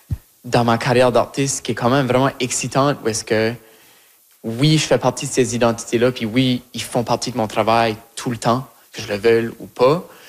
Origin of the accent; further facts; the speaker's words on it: Shediac, New Brunswick, Canada; Moi, je viens de Shediac, comme... OK.